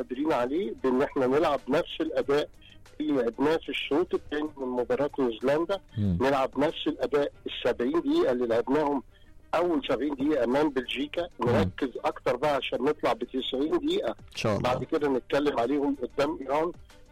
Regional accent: Egypt; احنا مصريين مفيش كذا وكذا، احنا واحد.

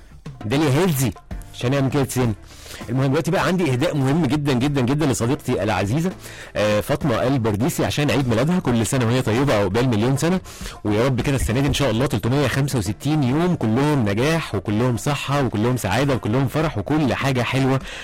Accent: Egypt

